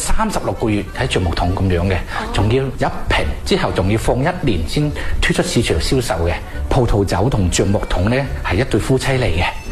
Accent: China; 好得我们中国人的中庸之道，一定要平衡得到，

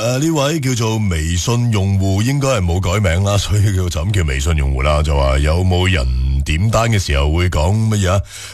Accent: Guangdong, China; 我哋广东人

